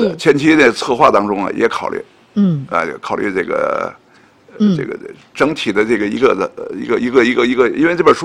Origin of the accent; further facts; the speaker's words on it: Beijing, China; 我是从胡同长大的，从小，我们看的都是青砖，是吧？那个黛瓦